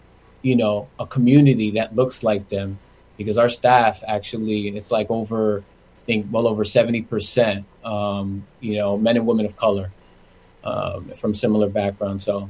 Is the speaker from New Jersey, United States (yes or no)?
no; Bridgeport, Connecticut, United States; We're from Bridgeport. You know, my mother lives just down, you know, the road from the campus. I grew up in a home not too far from there. And had very similar struggles as a first generation and low income Latino from Bridgeport.